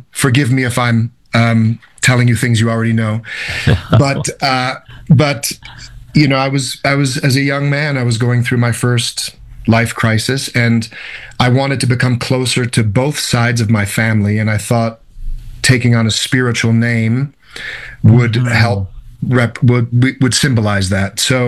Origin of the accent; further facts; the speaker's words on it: Detroit, Michigan, United States; born there; So I was born in Detroit, Michigan.